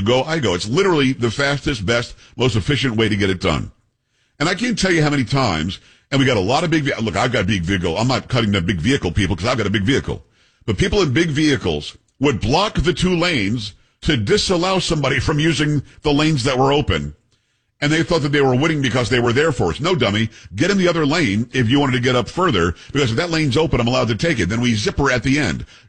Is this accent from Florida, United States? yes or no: yes; Florida, United States; also born or lived in New York; now in Texas, United States; Now, growing up in South Florida and also parts of New York, Florida does it better.